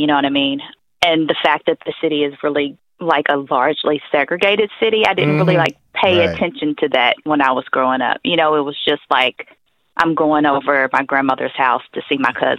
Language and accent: English; Gustin, Kentucky, United States; It was, I grew up really about in Gustin, Kentucky.